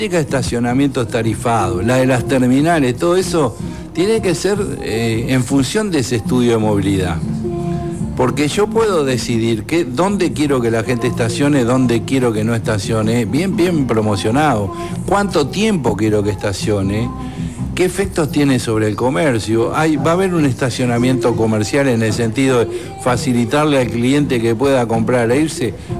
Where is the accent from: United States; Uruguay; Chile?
Uruguay